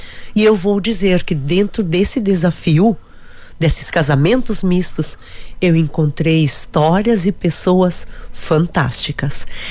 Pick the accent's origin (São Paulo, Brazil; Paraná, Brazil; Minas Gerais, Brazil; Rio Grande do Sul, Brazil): Rio Grande do Sul, Brazil; Roca Sales; moved away; eu sempre digo, eu saí de Roca Salles, mas Roca Salles não saiu de mim, porque são muitos anos, é uma vida constituída ali, né?